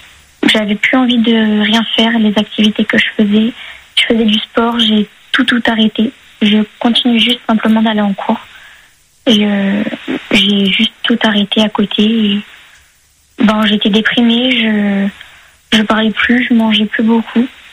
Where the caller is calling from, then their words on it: Niort, Nouvelle-Aquitaine, France; De Niort, depuis les Deux-Sèvres.